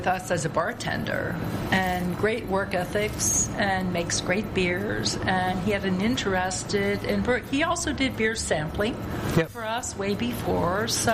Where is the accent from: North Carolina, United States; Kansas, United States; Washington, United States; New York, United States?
North Carolina, United States; North Carolina. I actually pulled out of a lot of areas and focusing now in the last couple years in my home state.